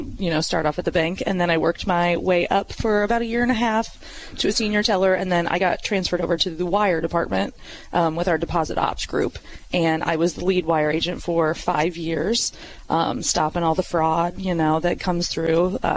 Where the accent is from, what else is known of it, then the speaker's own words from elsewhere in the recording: Pekin, Illinois, United States; I'm actually from Pekin, Illinois.